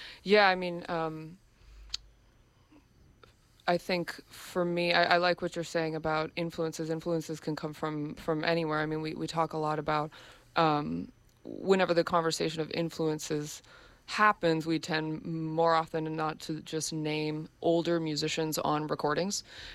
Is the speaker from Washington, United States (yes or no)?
no; Portland, Oregon, United States; the city of Portland, Oregon, where I'm from. And growing up in Portland